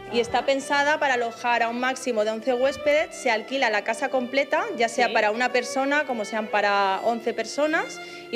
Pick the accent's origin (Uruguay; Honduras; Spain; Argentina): Spain; Terrassa, Catalonia; Nosotros somos de Tarrasa.